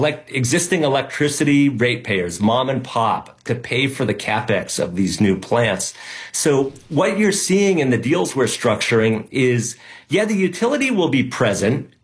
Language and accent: English; New Hampshire, United States; You know, I grew up in New Hampshire watching the Seabrook nuclear power plant take over 10 years to get built